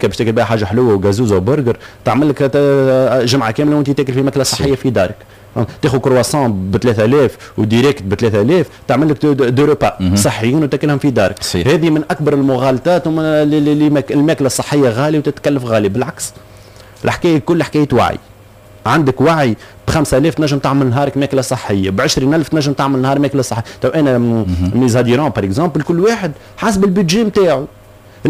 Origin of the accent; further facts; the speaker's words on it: Tunisia; احنا المواطن التونسي